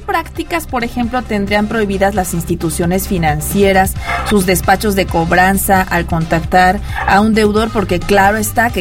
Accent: Mexico; nos endeudamos como mexicanos

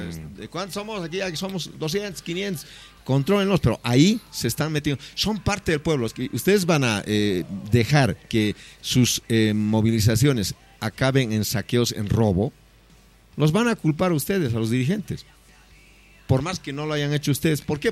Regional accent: Bolivia; Yo soy indígena quechua. Y achani palaita quechua. Pero saben... Bueno, habré venido a la ciudad, habré estudiado en la universidad, pero es otra cosa. Pero al fin y al cabo nuestras raíces son nuestras raíces.

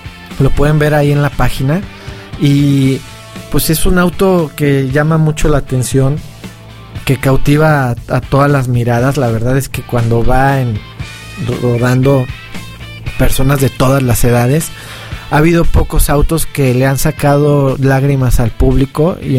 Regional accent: Mexico; esta magia que tenemos como país y esta improvisación que tenemos como mexicanos, que si algo no existe lo inventamos.

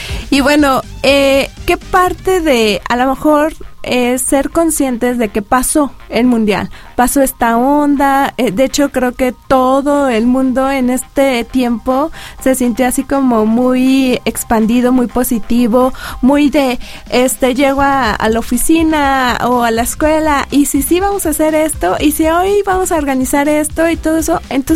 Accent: Mexico; ¿cómo somos los mexicanos? Somos pachangueros, mitoteros, burlones

